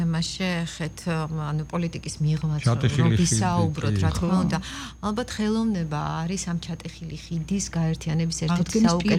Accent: Abkhazia, Georgia; born there; მე აფხაზეთში დაბადებული ვარ.

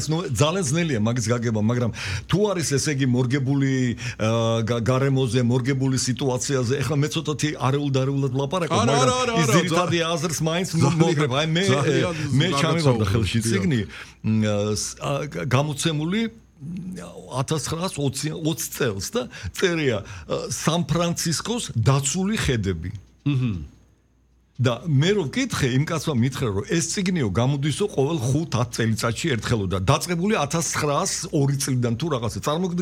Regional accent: Tbilisi, Georgia; რუსთაველის გამზედიდან, სადაც მე გავიზარდე პირველი სკოლა დაამთავრე მთელი ცხოვრება იქ ვიყავი

